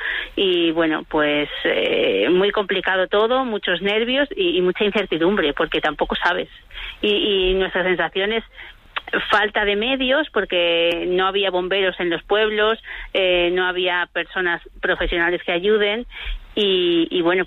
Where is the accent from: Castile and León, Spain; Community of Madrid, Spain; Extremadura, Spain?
Castile and León, Spain; Fariza; Fariza, mi pueblo es Fariza, sí.